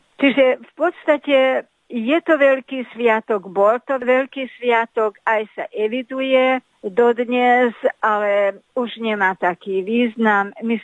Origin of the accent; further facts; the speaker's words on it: Nagybánhegyes, Békés, Hungary; aj u nás na Veľkom Báhedeši.